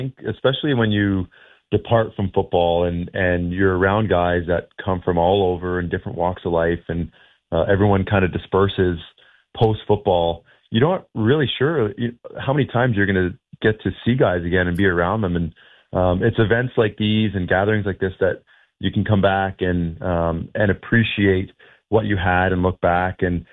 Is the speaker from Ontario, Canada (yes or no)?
yes; Peterborough, Ontario, Canada; now in Ottawa, Canada; I grew up in around Peterborough with a ton of lakes around there.